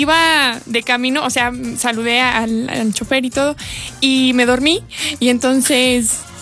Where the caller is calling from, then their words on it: San José Iturbide, Guanajuato, Mexico; soy de San José Iturbide, Santa Catarina, Guanajuato